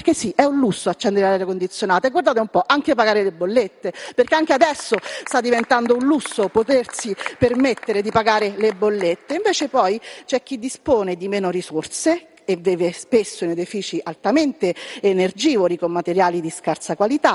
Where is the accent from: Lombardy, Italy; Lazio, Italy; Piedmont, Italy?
Lazio, Italy; anche la mia terra, la Ciociaria